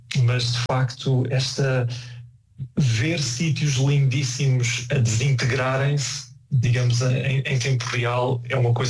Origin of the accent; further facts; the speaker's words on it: Lisbon, Portugal; moved away; Eu sou de Lisboa, especificamente da margem sul de Lisboa